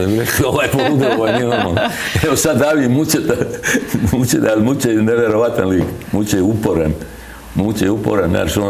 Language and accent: Bosnian; Tuzla, Federation of Bosnia and Herzegovina, Bosnia & Herzegovina; moved away; Iz Tuzle sam otišao potpuno slučajno